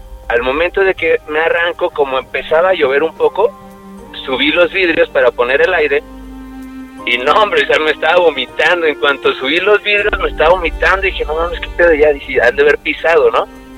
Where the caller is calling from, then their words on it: Guadalajara, Jalisco, Mexico; De Guanatos.